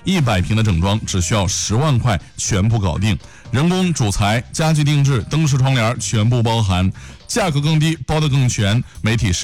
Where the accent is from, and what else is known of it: Henan, China